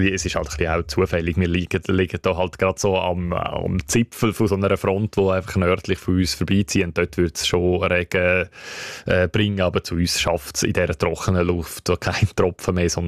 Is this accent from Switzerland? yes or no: yes; Graubünden, Switzerland; Ich bin dort aufgewachsen im Engadin